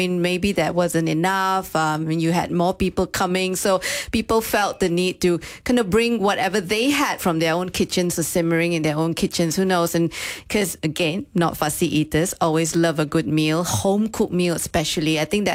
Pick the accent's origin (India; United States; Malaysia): Malaysia; being Malaysian